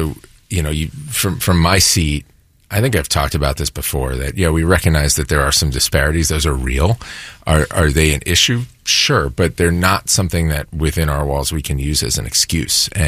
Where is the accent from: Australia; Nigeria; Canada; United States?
United States; Philadelphia, Pennsylvania; I was from Philly